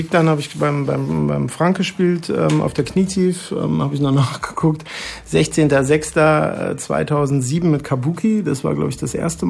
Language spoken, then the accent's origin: German; Münster, North Rhine-Westphalia, Germany; moved away; also born or lived in Mannheim; ich komme ja aus Münster